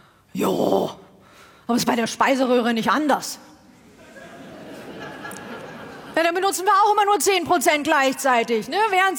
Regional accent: North Rhine-Westphalia, Germany; Ich komme aus Westfalen

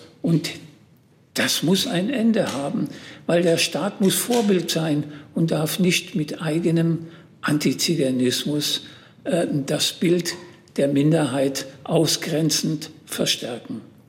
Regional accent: Germany; In erster Linie sind wir Deutsche, wir leben hier in diesem Land und wir bekommen von diesem Land alles, was wir brauchen

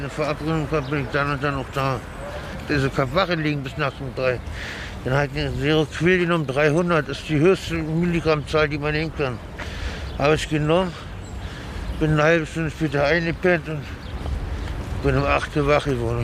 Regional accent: Berlin, Germany; Aufgewachsen bin ich in Berlin.

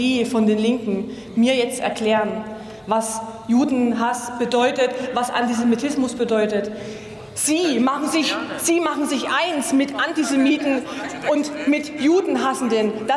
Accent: Saxony, Germany; Nehmen wir meine Heimat Mittelsachsen, das Erzgebirge.

